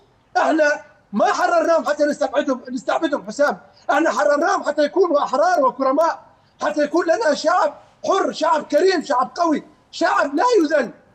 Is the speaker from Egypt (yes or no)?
no; Syria